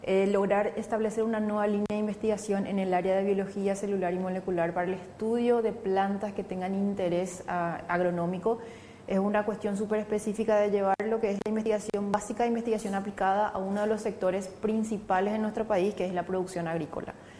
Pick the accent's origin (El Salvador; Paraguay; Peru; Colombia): Paraguay; also born or lived in France